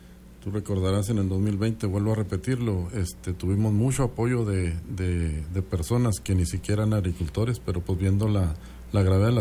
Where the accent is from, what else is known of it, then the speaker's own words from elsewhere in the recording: Estación Consuelo, Chihuahua, Mexico; born there; Soy nacido en Estación Consuelo y radico actualmente en la carretera 47. Todos la conocen, ahí es muy famosa.